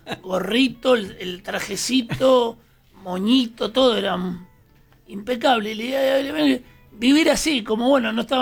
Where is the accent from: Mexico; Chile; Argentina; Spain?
Argentina; Florida, Buenos Aires Province; soy de Florida, Vicente López.